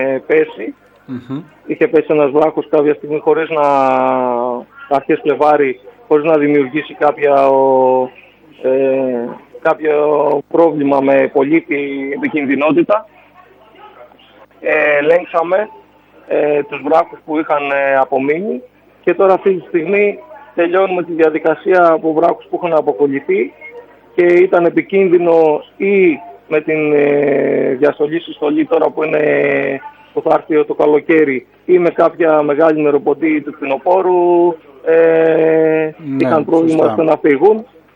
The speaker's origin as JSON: {"language": "Greek", "region": "Western Greece", "country": "Greece", "tie": "born there", "said": "στο χωριό μου τη Βουλιάχμενη"}